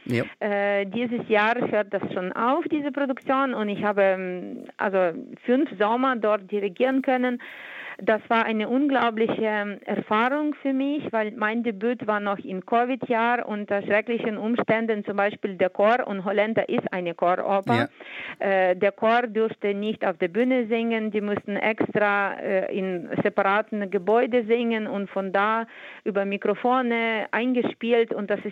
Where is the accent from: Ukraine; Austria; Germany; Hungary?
Ukraine; German is a second language; moved away; Ja, ich komme aus Ukraine, ich komme aus einer Musikerfamilie